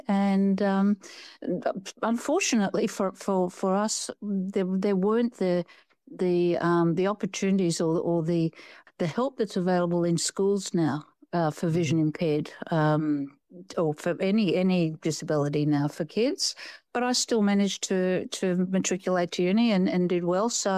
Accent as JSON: {"language": "English", "country": "Papua New Guinea", "tie": "born or raised there", "said": "But I went to boarding school. I grew up in New Guinea. I was born and brought up in New Guinea."}